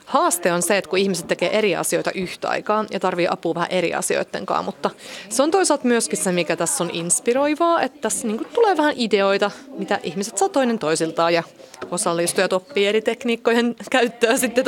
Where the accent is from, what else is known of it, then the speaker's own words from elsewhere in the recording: Turku, Southwest Finland, Finland; first language Finnish; moved away as an adult; now in Sweden; mä oon asunut Ruotsissa nyt vähän reilu 10 vuotta ja sitä ennen mä oon siis Turusta, että suomen kielin alun perin ja ruotsi oppinut tässä ihan vaan asumalla ja tekemällä, niin pärjään molemmilla.